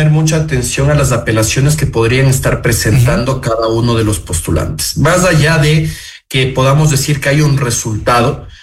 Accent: Ecuador; nos queda debiendo como ecuatorianos

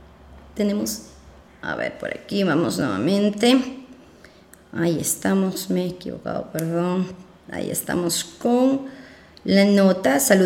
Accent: Ecuador; causaron muchísima emoción a quienes somos ecuatorianos.

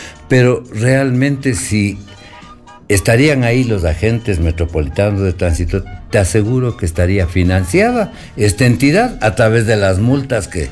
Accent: Quito, Pichincha, Ecuador; nosotros somos quiteños

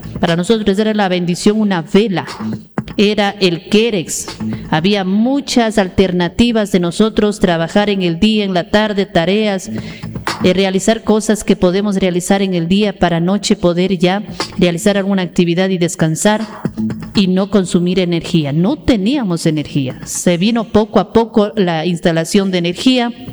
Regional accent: Ecuador; como ciudadanos, como ecuatorianos

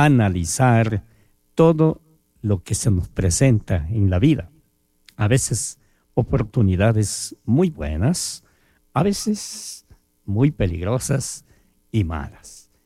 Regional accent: Ecuador; Católico, apostólico, peor, no doy ningún mensaje excepto en la radio. Y romano, peor, soy ecuatoriano.

